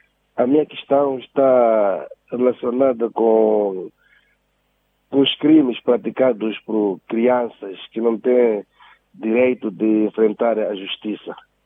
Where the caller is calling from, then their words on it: Matola, Maputo, Mozambique; Eu sou de Congolão, do município da Matola.